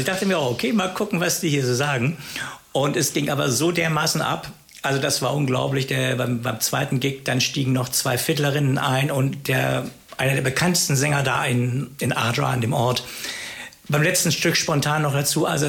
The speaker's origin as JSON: {"language": "German", "town": "Göttingen", "region": "Lower Saxony", "country": "Germany", "tie": "born or raised there", "moved": "as an adult", "lives_now": "Bremen, Germany", "said": "ich komme aus Göttingen."}